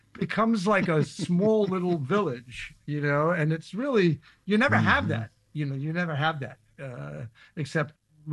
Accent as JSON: {"language": "English", "town": "Hollis", "region": "New York", "country": "United States", "tie": "born or raised there", "also_born_or_lived": "Brooklyn, New York / Rosedale, New York", "said": "Well, actually, I was born in Brooklyn, but I grew up in Hollis and Queens. And then I moved to Rosedale."}